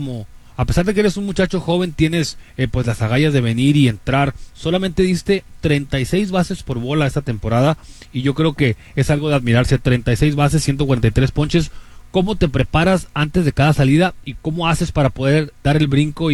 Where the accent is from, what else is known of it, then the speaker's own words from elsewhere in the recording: Navojoa, Sonora, Mexico; uno de los prospectos más grandes a la hora de mencionar lanzadores de mi tierra, de Navojoa, Bacoampo, allá del pueblo